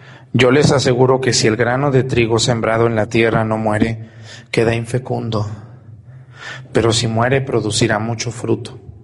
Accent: Mexticacán, Jalisco, Mexico; moved away; Un saludo a la secundaria técnica número 23 de mi pueblo de Mesticacán, que está cumpliendo 50 años este año, por cierto.

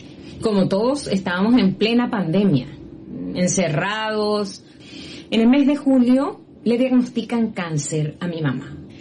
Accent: Asunción, Paraguay; yo soy de Asunción, Paraguay. Desde chiquita ando por la iglesia, de la mano de mi mamá, quien inició su vida espiritual en los grupos de oración de la Renovación Carismática Católica.

